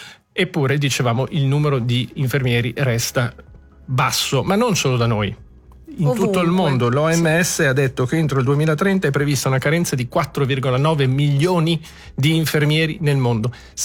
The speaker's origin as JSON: {"language": "Italian", "country": "Switzerland"}